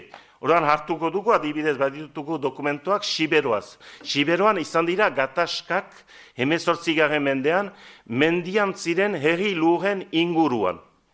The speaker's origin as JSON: {"language": "Basque", "town": "Estérençuby", "region": "Nouvelle-Aquitaine", "country": "France", "said": "Bon, ni estrentzubikoa naiz, eta badakit gure herrian, laborarien artean, eta ez dira dena berdin"}